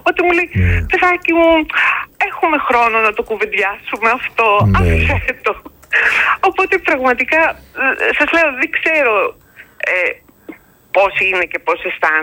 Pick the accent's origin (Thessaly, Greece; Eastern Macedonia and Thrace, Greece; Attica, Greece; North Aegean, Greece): North Aegean, Greece; Samos; Εγώ γεννήθηκα και μεγάλωσα στη Σάμο. Στη Μονεμβασιά πήγα για πρώτη φορά όταν ήμουν 20 χρονών.